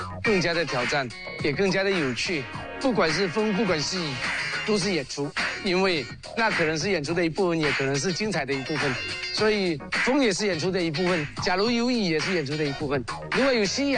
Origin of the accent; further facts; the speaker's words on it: Fujian, China; 其实很想讲述的是我们闽南人到全球去创业，然后回到自己的家乡啊，就讲我本人的故事吧。